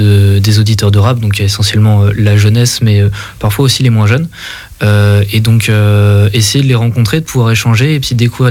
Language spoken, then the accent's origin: French; Dompierre-sur-Yon, Pays de la Loire, France; also born or lived in La Roche-sur-Yon; Alors je suis né à La Roche-sur-Yon mais j'ai grandi à Dompierre.